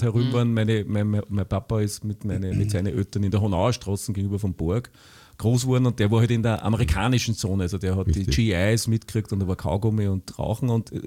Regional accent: Linz, Upper Austria, Austria; als Linzer, der seit 62 Jahren in der Stadt lebt und eigentlich aufgewachsen ist

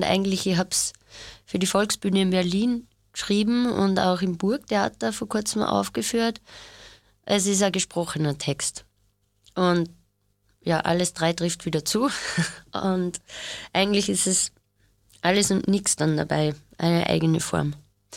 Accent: Mauthausen, Upper Austria, Austria; now in Vienna, Austria; Also ich bin in der Nähe von Linz aufgewachsen, Mauthausen, und bin halt in Linz in die Schule gegangen

